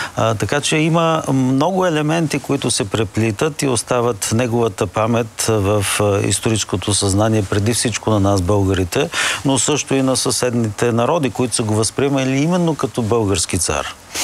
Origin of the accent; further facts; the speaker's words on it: Sofia, Sofia City, Bulgaria; Не само при Траяно и Врата, която ние като софиянци сме най-близко и най-добре знаем